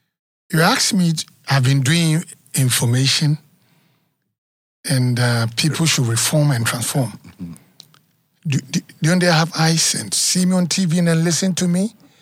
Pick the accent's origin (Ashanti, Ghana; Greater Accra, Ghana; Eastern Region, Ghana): Greater Accra, Ghana; Accra; But I was born here in Accra. I said, if you Kumasi Baha, you can't come to square. I'm from here. I'm 100% Accra boy.